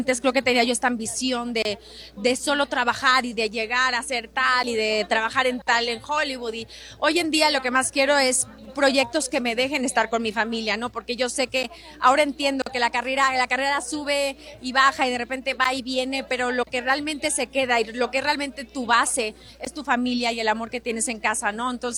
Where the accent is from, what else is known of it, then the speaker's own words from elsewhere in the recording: Mexico; moved away; yo ya hablaba medio inglés porque soy de frontera, pero el acento, trabajé muchísimo, me enfoqué 100% en el mercado y en audicionar y abandoné México completamente.